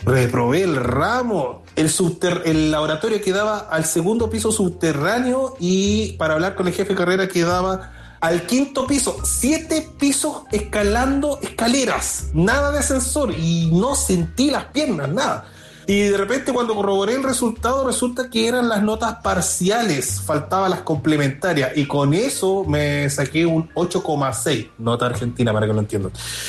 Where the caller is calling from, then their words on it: Chile; te hablo desde Chile.